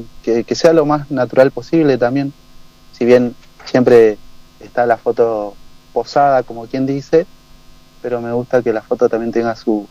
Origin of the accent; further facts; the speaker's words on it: Río Negro, Argentina; moved away; la línea sur, que es de donde vengo yo y siempre ando por allá cada tanto